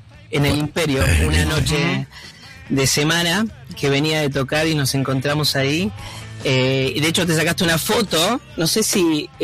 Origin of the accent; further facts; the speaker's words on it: San Miguel, Buenos Aires Province, Argentina; born there; moved away; also born or lived in Hurlingham; Yo nací en San Miguel.